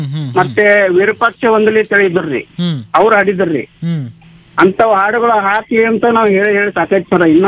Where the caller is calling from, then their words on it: Madanipur, Karnataka, India; ನಾನು ಕಲಬುರಗಿ ಜಿಲ್ಲೆ ಮಾದನಿಪುರದಿಂದ